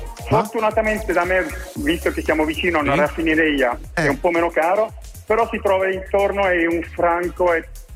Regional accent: Bern, Switzerland; born there; Sono nato in Svizzera, i miei genitori hanno emigrato negli anni 70.

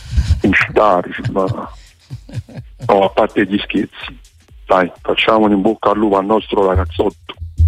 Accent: Naples, Campania, Italy

